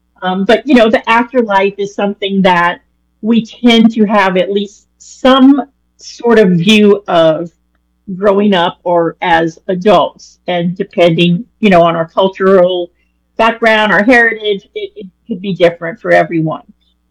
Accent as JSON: {"language": "English", "town": "New Orleans", "region": "Louisiana", "country": "United States", "tie": "born or raised there", "said": "But I'm from New Orleans, so I feel like that kind of comes with the New Orleans territory."}